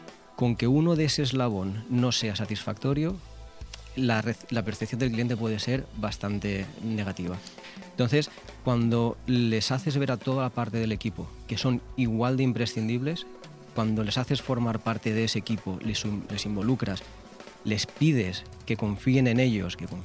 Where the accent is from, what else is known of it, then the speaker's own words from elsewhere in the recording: Oliva, Valencian Community, Spain; now in Benidorm, Spain; yo soy de Oliva, por lo cual me queda muy cerquita de casa